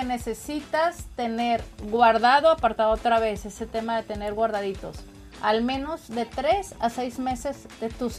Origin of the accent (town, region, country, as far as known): Mexico